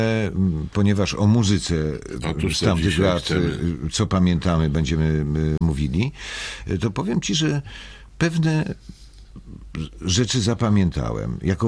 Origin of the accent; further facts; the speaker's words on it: Sosnowiec, Silesian Voivodeship, Poland; Ja z Sosnowca i to była troszkę mniejsze, to nie aglomeracja, tylko miasto.